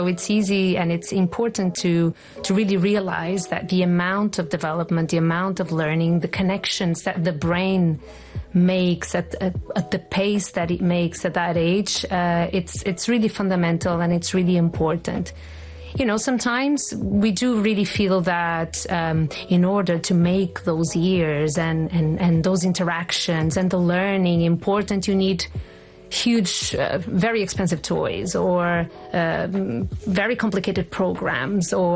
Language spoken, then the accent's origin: English; Porto, Norte, Portugal; English is a second language; moved away as an adult; now in Oman; Well, I am from Porto, from Portugal, and I've worked in education for about, until now, for about 25 years.